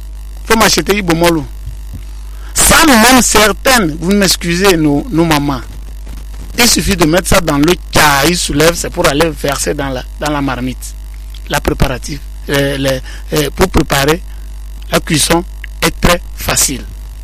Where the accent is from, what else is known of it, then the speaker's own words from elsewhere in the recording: Mango, Savanes, Togo; chez nous, à Mango.